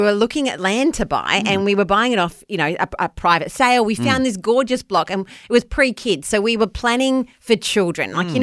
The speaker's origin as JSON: {"language": "English", "country": "New Zealand", "tie": "born or raised there", "said": "So a bit of background. I'm a Kiwi originally. So I grew up not with all the scary Aussie animals."}